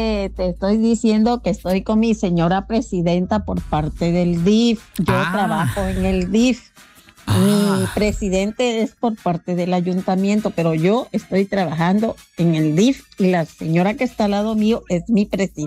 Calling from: Reforma, Chiapas, Mexico; Vivo en el mero centro de Reforma Chiapas. Y todo el mundo me conoce.

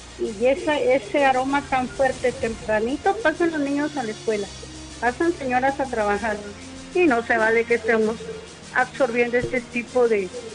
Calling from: Mexico; soy del barrio del Tepeyac.

